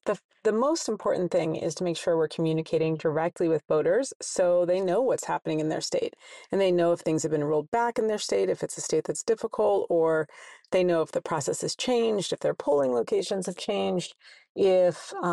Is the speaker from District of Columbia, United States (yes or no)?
no; Indianapolis, Indiana, United States